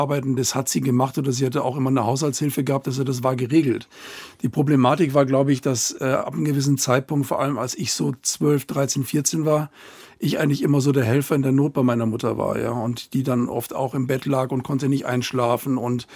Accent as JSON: {"language": "German", "region": "Northern Germany", "country": "Germany", "moved": "yes", "lives_now": "Kirchseeon, Germany", "said": "Und das war schon schwierig, weil man als Norddeutscher nicht besonders freundlich aufgenommen worden ist."}